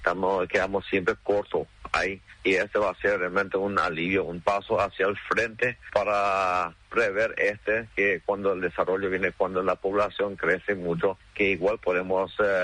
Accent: Paraguay; desde muy pequeño ya para que instalamos esa identidad paraguaya y que mantengamos esa cultura, que somos paraguayos idénticos.

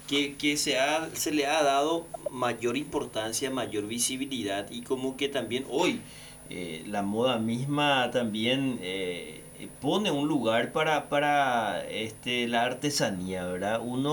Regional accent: Paraguay; los accesorios ancestrales lo utilizamos nosotros, no siendo indígena, es algo particular que tiene el Paraguay.

